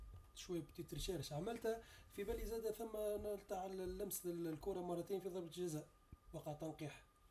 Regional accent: Tunisia; عندنا في تونس نص ساعة نحبس اللعبة خطر الدنيا سخونة.

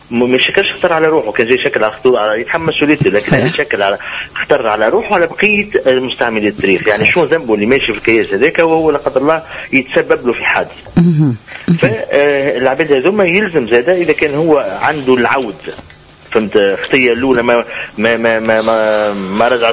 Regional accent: Tunisia

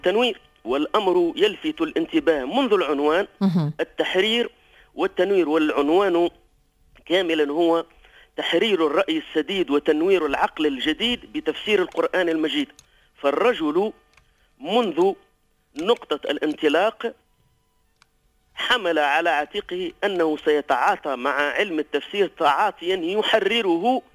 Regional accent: Tunisia; وفي بلادنا تونس

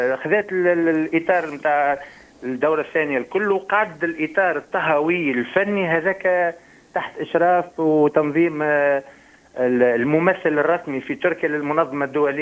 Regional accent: Tunisia; كما نقولوا احنا بالتونسي

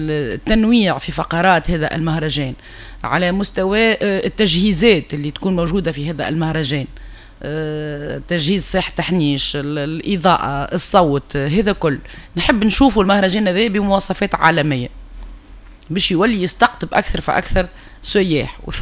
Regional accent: Tunisia; يكون عنا في تونس بجمال الصحراء اللي عنا وبجمال الواحات اللي عنا

